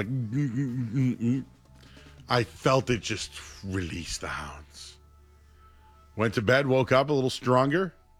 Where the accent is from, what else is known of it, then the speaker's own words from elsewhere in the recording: Hyde Park, Massachusetts, United States; I'm from High Park.